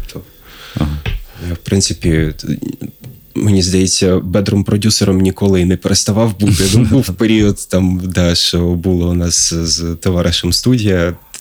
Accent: Uzhhorod, Zakarpattia Oblast, Ukraine; now in Kyiv, Ukraine; я родом з Ужгорода

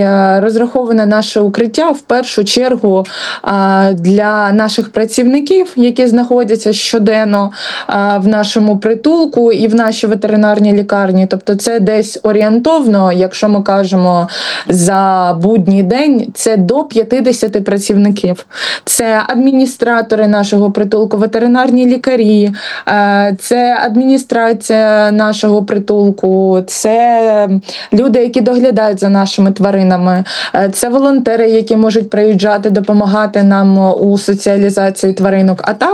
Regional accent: Odesa, Odesa Oblast, Ukraine; Я з Одеси

